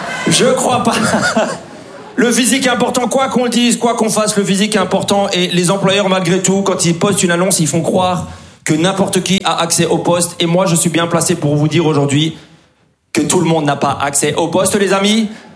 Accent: Grand Est, France; Et les amis, j'ai grandi en Alsace avec la forte présence de la communauté turque.

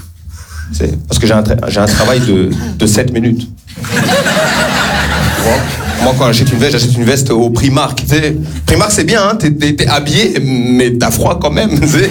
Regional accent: Rwanda; now in France; Je suis rwandais. Voilà, je suis fier de mes origines, quoi.

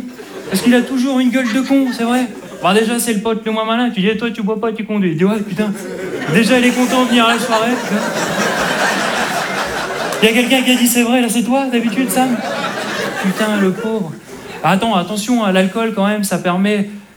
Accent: Hauts-de-France, France; je suis un ch'ti.

